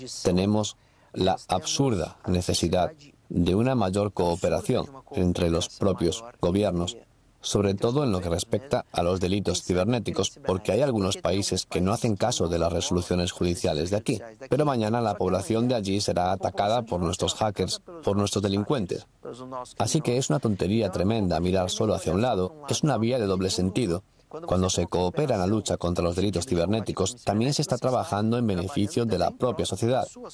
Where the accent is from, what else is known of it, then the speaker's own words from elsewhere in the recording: Brazil; Hoy en día en Brasil somos signatarios del Convenio de Budapest